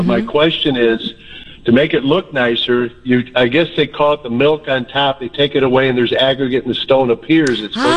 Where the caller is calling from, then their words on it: Lake Forest, Illinois, United States; Lake Forest, Illinois.